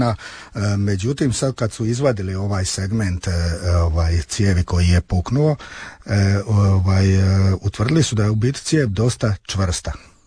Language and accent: Croatian; Vrpolje, Brod-Posavina County, Croatia